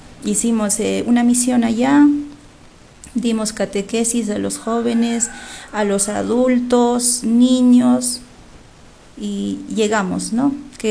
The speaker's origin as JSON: {"language": "Spanish", "area": "Estrella valley, Calca province", "region": "Cusco", "country": "Peru", "said": "por nosotros que somos de los valles. Yo soy del valle de Llanatile, de Estrella."}